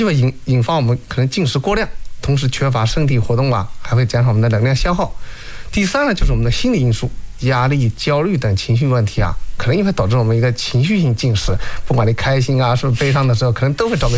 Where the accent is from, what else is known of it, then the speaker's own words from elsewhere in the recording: China; 尤其是说亚洲男性，我们中国人啊，如果男性腰围大于等于90厘米